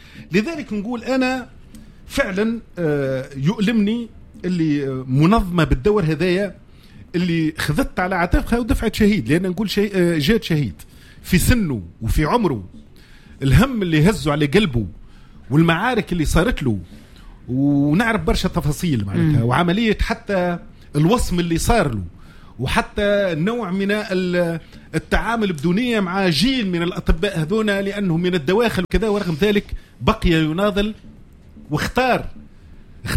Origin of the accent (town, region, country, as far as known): Tunisia